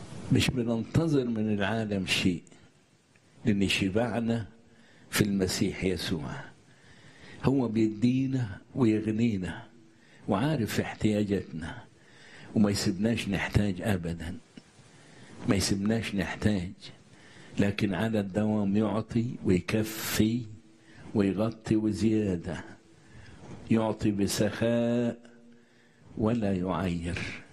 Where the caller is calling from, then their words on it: Netherlands; أنا بنت الرب من هولندا، أنا مريضة ومتعبة جدا جدا يا أبونا